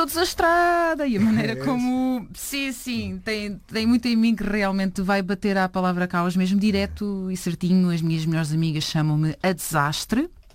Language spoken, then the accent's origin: Portuguese; Vilar, Lisbon, Portugal; Sou da aldeia do Vilar, no concelho do Cadaval.